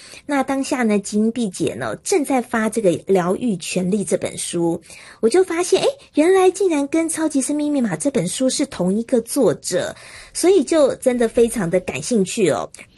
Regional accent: Taipei, Taiwan

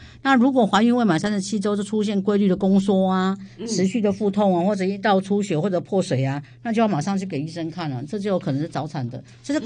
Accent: Taiwan; 因为我们台湾人比较保守嘛

